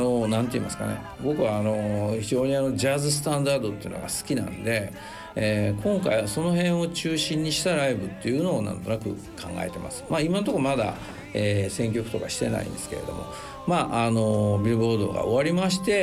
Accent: Kansai, Japan; accent: Kansai dialect; 俺ね意外とねこの関西弁で喋ってたらあれなんですけど

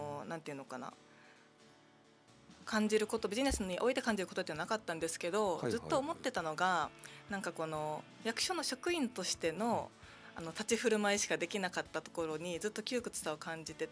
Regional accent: Okinawa, Japan; 生まれも育ちも。

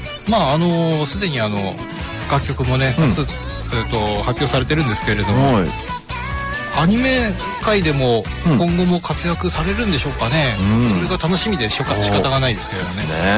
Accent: Tohoku, Japan; 我々東北人としては、はい、

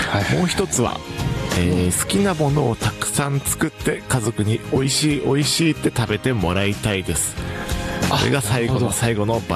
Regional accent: Kumagaya, Saitama, Japan; 埼玉県には各地に様々な郷土うどんがあり、私の出身地の熊谷市周辺では幅広のうどんを醤油ベースで根菜類と煮込んだ煮ぼうとうをよく食べていました。

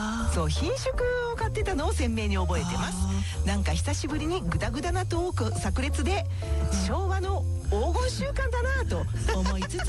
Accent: Gamagori, Aichi, Japan; 私のふるさと、うん、ガマゴーリに

